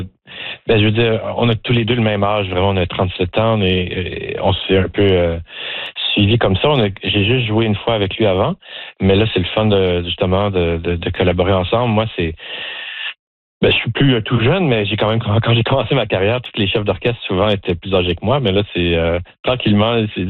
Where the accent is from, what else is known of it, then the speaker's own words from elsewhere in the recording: Joliette, Quebec, Canada; Moi, j'ai grandi à Joliette au Québec